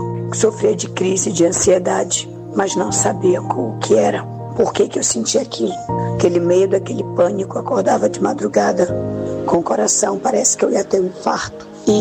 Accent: Ananindeua, Pará, Brazil; sou de Ananindeua, do Pará.

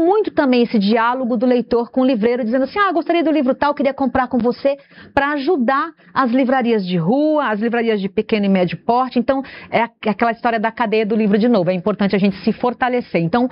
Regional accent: Japi, Rio Grande do Norte, Brazil; born there; also born or lived in Santa Cruz, Rio Grande do Norte; a minha família toda é de Japi, mas nasci em Santa Cruz, estava falando pro Vinícius no intervalo aqui, porque não tinha maternidade em Japi nos anos 70

